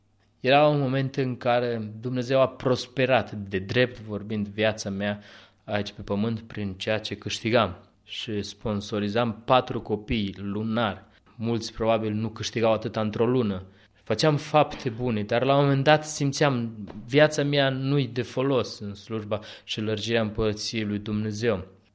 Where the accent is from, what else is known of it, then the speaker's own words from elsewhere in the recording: Romania; now in Madrid, Spain; pentru că biserica în care am crescut în România, ei nu promovau misiunea locală sau internațională.